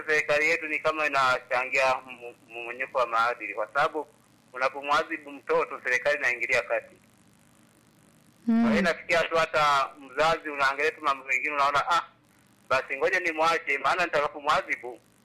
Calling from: Bunda, Mara, Tanzania; Natoka Mkenga Bunda.

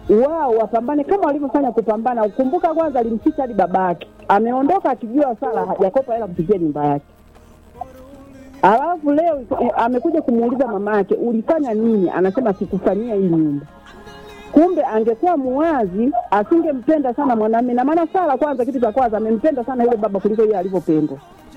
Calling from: Iringa, Tanzania; natokea Mkwawa.

